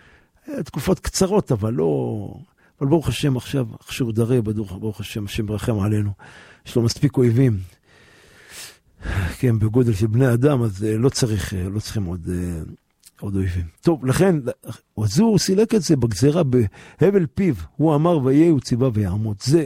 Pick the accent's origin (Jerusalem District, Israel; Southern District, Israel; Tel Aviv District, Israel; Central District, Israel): Jerusalem District, Israel; Jerusalem; born there; אני נולדתי בשכונת בוחרים, לכאן הגיעו הבוחרים, כן, ברוך השם, זכינו להיות מזרעם של המשדים